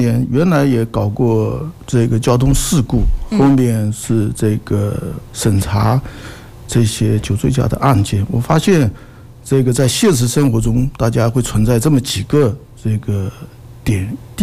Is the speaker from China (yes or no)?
yes; China; 我们中国人的这个酒文化